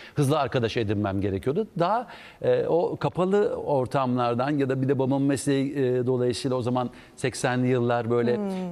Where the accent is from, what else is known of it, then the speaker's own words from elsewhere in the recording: Ankara, Turkey; born there; Şimdi şöyle bir şey, aslında tabii ben Ankara doğumluyum. Aslında babamın memleketi Samsun.